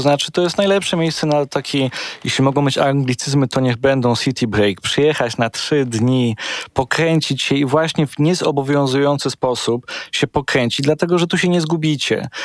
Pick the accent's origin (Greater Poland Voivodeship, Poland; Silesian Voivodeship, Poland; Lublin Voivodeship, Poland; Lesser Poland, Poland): Silesian Voivodeship, Poland; Gliwice; Ja się wychowywałem przy pętli tramwajowej na Wójtowej Wsi w Gliwicach.